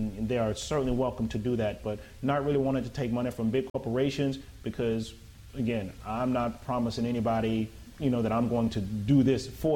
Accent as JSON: {"language": "English", "region": "Florida", "country": "United States", "said": "I'm from Southwest Florida. I'm going to remain in Southwest Florida"}